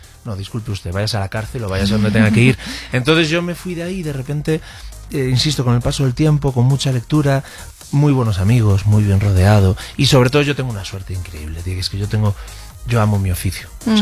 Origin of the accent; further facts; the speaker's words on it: Galicia, Spain; first language Galician; Sí, Galicia, ajá, soy gallego.